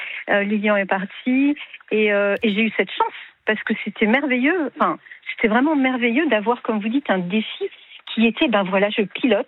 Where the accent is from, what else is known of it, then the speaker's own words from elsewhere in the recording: Grand Est, France; now in Gers, France; Moi, je suis originaire d'Alsace